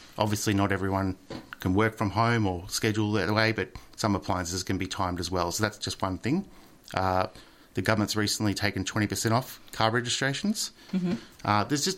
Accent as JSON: {"language": "English", "town": "Bendigo", "region": "Victoria", "country": "Australia", "tie": "born or raised there", "also_born_or_lived": "Melbourne", "said": "I was born and raised in Bendigo. I grew up there. My family lived in Bendigo for over 150 years. So intergenerational family in central Victoria."}